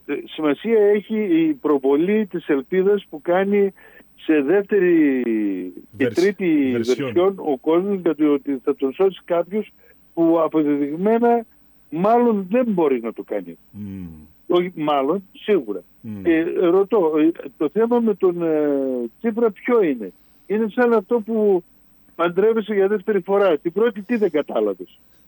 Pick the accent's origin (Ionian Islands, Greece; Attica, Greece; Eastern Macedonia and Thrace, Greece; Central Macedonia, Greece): Central Macedonia, Greece; Serres